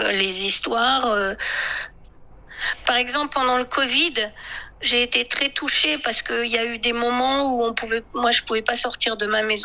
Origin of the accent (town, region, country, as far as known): France